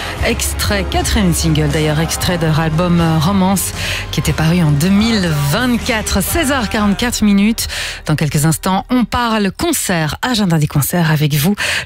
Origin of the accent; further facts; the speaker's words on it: Belgium; Ne manquez donc pas leur passage chez nous en Belgique au Cirque Royal.